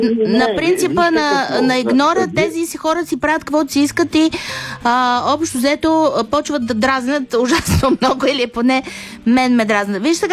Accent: Sofia, Sofia City, Bulgaria; Не, аз съм от София.

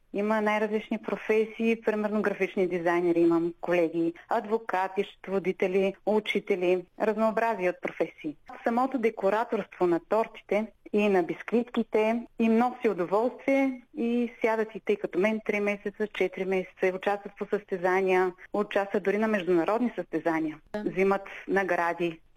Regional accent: Smolyan, Smolyan Province, Bulgaria; един от най-емблематичните символи на родния ми град, всъщност Смолян.

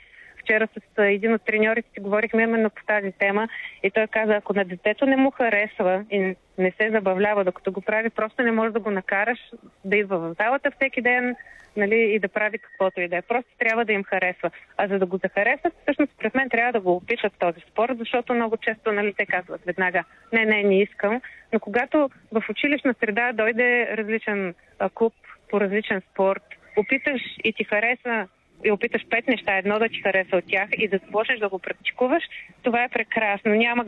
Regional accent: Plovdiv, Plovdiv Province, Bulgaria; За Пловдив, откъдето сме от ние от БГ Бъди активен, всъщност нямаме изобщо изградена такава инфраструктура.

